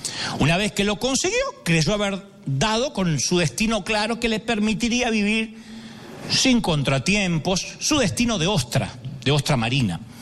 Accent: Argentina; yo soy el más argentino de los argentinos.

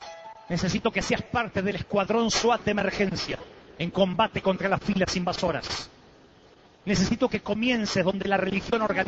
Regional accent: Billinghurst, Buenos Aires Province, Argentina; born there; Te está hablando alguien que no tuvo la fortuna de nacer en Europa. Nací por allá en Sudamérica, en un pueblito que no aparece en el mapa, Billinghurst, de Buenos Aires.

